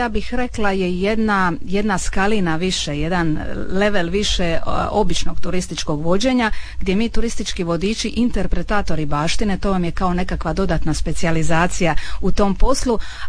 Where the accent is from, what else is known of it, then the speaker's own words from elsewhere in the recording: Biograd na Moru, Zadar County, Croatia; moved away as an adult; also born or lived in Vrgada; Ja jesam s ovoga područja, moji korijeni su s otoka Vrgada, ja sam odrasla u Biogradu na moru, međutim trenutno život me odveo na neko drugo mjesto.